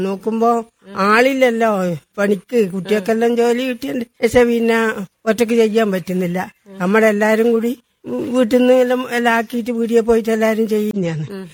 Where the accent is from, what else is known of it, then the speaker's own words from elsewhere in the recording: Kerala, India; എന്റെ തോലമ്പ്ര സ്കൂളിന്റെ അടുത്ത്.